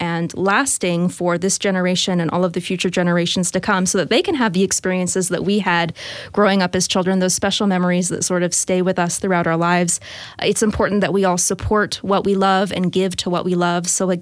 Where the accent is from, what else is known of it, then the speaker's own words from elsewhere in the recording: Akron, Ohio, United States; I grew up in Northeast Ohio. I'm from Akron, Ohio.